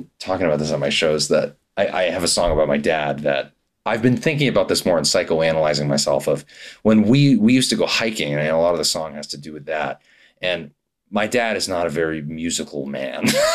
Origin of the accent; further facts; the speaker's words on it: Portsmouth, New Hampshire, United States; moved away as an adult; also born or lived in Boston / Nashville; So I grew up in New Hampshire in this little town called Portsmouth.